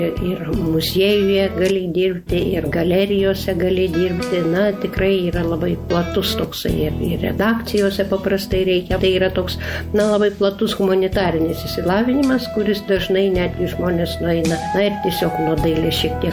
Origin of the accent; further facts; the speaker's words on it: Vilnius, Vilnius County, Lithuania; moved away as an adult; also born or lived in Utena; aš esu vilnietė ir Vilniuje ir mokyklą baigiau Salomėjos Nėries ir vėliau mokinausi dailės institutą, Vilniaus dailės institutę